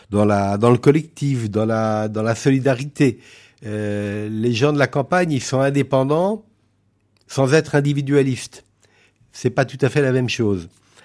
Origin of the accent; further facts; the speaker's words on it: Brittany, France; now in Vendée, France; Oui, je suis breton, effectivement, je suis né en Bretagne, la famille de ma mère était Bretagne depuis de nombreuses générations